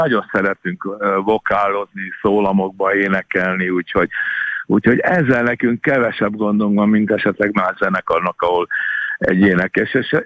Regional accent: Hungary; nem hitték el, hogy mi magyarok vagyunk

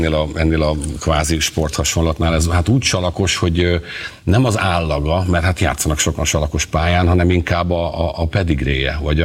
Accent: Debrecen, Hajdú-Bihar, Hungary; én debreceni vagyok

